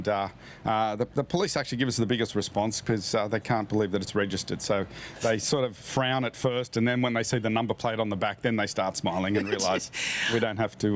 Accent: Cooma, New South Wales, Australia; We come from the Snowy Mountains, so part of the Cooma Car Club down there.

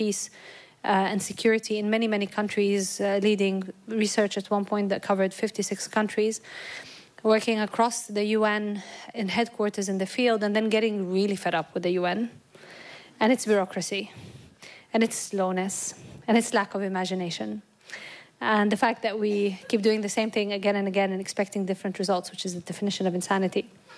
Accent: Nablus, West Bank, Palestine; now in Melbourne, Australia; So I'm born and raised in the West Bank in Nablus.

